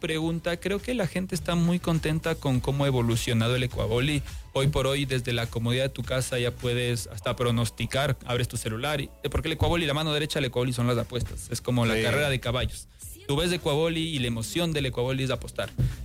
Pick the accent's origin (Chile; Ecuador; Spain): Ecuador; somos ecuatorianos y hay que estar orgullosos de lo que tenemos.